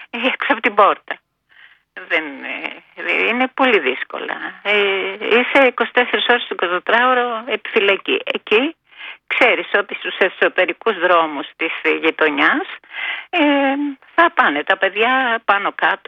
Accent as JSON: {"language": "Greek", "town": "Vonitsa", "region": "Western Greece", "country": "Greece", "said": "Είναι η Βόνιτσα."}